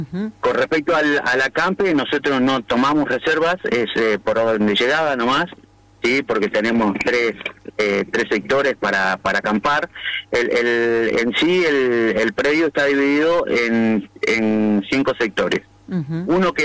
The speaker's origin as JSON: {"language": "Spanish", "town": "Ingeniero Huergo", "region": "Río Negro", "country": "Argentina", "tie": "born or raised there", "said": "yo estoy nacido y criado acá en Huergo"}